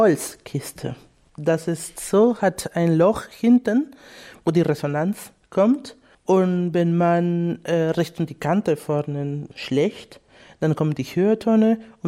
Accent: Peru; German is a second language; also born or lived in Eswatini; Ich komme aus Peru. Ich bin in Swasiland geboren, aber viele Leute denken, dass ich Afrikaner bin.

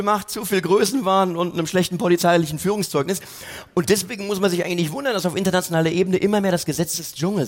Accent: Mainz, Rhineland-Palatinate, Germany; weil ich natürlich als Mainzer es immer sehr genieße, in Mainz zu spielen.

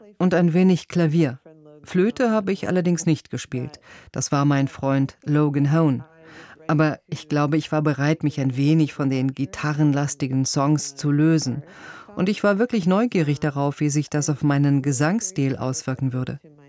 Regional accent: Saudi Arabia; moved away; nichts jene Gefühle ersetzen könnte, die ich empfand, als ich noch in Syrien meine Familie besuchte oder als Kind in Saudi-Arabien gelebt habe.

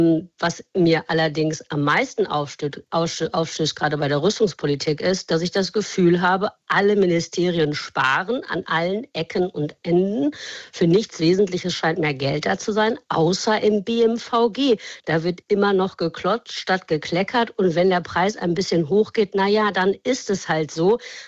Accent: Germany; wenn wir jetzt nicht mehr in dem Freundschaftsgame sind, wie wir das gerne wollten als Deutsche

